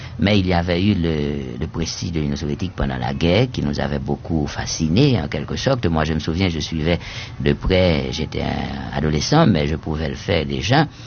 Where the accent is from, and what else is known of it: Haiti; born or raised there